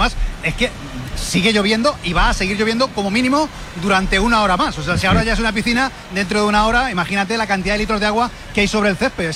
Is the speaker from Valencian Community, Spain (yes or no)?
yes; Alaquàs, Valencian Community, Spain; porque en Paterna, Mislata, en mi pueblo, en Alacuas, en Aldaya, está lloviendo igual de forma intensa